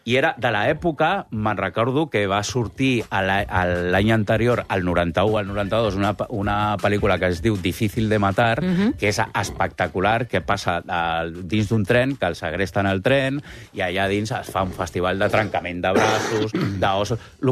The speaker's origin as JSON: {"language": "Catalan", "region": "Catalonia", "country": "Spain", "said": "Jo vinc del Baix Obregat i tinc aquest anglès alat. Tinc aquest anglès alat de Sant Maria de Llobregat."}